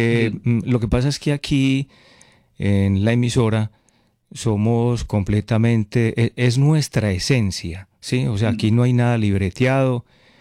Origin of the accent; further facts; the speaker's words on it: Colombia; crecí pues directamente ahí en zona cafetera.